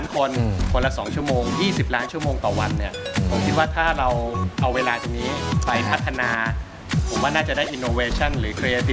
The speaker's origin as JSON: {"language": "Thai", "region": "Khon Kaen", "country": "Thailand", "tie": "born or raised there", "said": "เราน่าจะมีการมาพัฒนานะครับเมืองขอนแก่นบ้านเกิดของเราเนี่ยเพื่อส่งต่อให้ลูกหลานในอนาคต"}